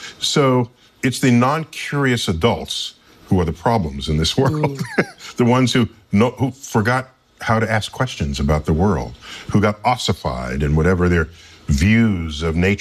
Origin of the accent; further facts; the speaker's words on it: New York City, New York, United States; And I grew up in the Bronx